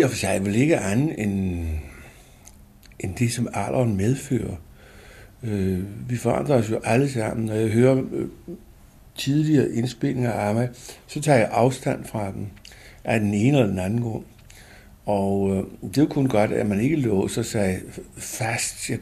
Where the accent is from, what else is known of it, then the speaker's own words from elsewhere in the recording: Copenhagen, Capital Region of Denmark, Denmark; Men jeg er så meget københavner med K, at jeg kan ikke leve andet steds end i København.